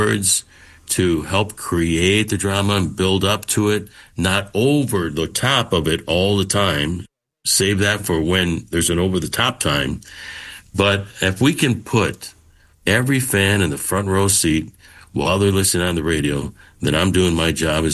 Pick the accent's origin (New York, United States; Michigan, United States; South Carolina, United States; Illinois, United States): Illinois, United States; Chicago; now in Seattle, United States; because I grew up in Chicago, but Seattle's my home and I'm not going to leave here.